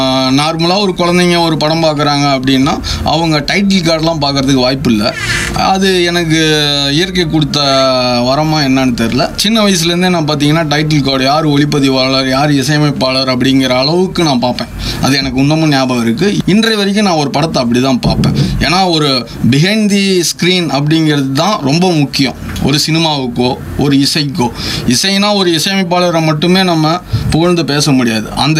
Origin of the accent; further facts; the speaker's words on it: Salem, Tamil Nadu, India; என்னோட ஊர் வந்து சின்ன கொல்லப்பட்டி, அடிவாரம் ஏற்காடு செல்லும் வழியில் நான் பிறந்து வளர்ந்தேன். இப்போ நான் இருக்கிறது பார்த்திங்கன்னா திருநகர் மத்திய சிறைச்சாலை இருக்கு இல்லைங்களா, அதுக்கு எதிர்ப்புறம் உள்ள ஒரு வீதியில் ஒரு 17 வருடங்களாக வசித்து வருகிறேன்.